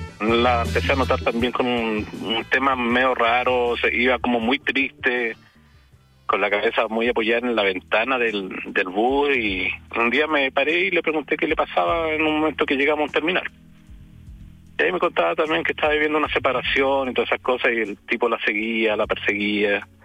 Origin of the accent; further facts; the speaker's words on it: Santiago, Santiago Metropolitan Region, Chile; now in Southern Chile; Mi familia es toda de Santiago y yo emigré hacia el sur de Chile.